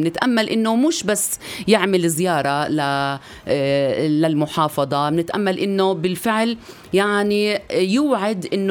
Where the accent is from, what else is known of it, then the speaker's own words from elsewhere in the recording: Battir, Bethlehem Governorate, Palestine; طبعا قريتنا بتير